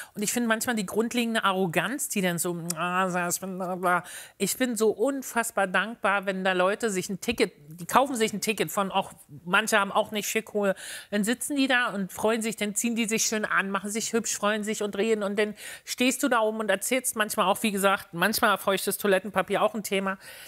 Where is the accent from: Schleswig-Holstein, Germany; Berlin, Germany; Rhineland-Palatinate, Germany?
Berlin, Germany; Und ich dachte so, ich muss gleich raus und ich komme aus Berlin.